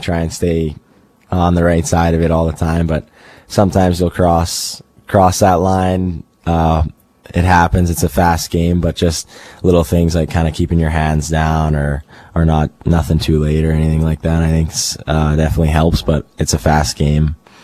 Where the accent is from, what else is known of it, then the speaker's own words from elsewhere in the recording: Merritt, British Columbia, Canada; my hometown, because we usually stop in Merritt